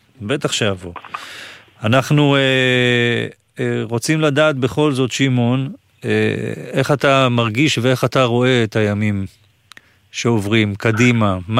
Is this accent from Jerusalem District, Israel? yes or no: no; Petah Tikva, Central District, Israel; born there; נלך לעיר, לעיר הולדתי, פתח תקווה